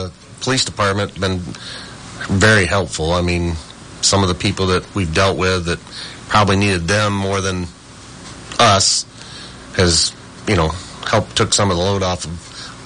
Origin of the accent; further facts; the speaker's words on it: Michigan, United States; now in Indiana, United States; I'm from Michigan originally.